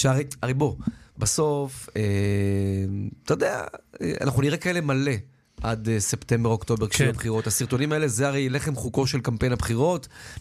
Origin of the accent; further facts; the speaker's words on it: Givatayim, Tel Aviv District, Israel; born there; אני עוד כילד, אני זוכר בבית הכנסת בגבעתיים